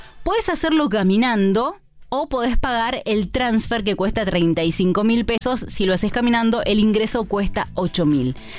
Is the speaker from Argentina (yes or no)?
yes; Catamarca, Argentina; Este es el paseíto dedicado a mi tierra, para mí, sí, porque nos vamos a visitar la virgen más grande del mundo, que está en Argentina y que está en la provincia de Catamarca.